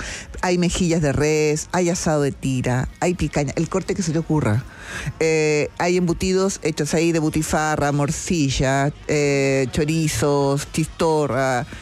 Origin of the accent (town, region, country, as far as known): Chile